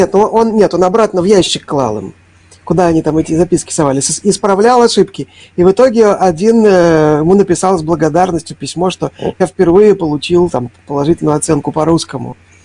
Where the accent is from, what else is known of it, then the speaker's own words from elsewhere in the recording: Saint Petersburg, Russia; Я, как ленинградец, ответственно говорю